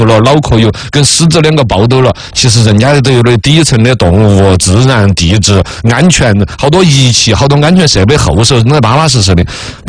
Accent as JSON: {"language": "Chinese", "country": "China", "said": "我们中国人本来就君子不立于危墙之下"}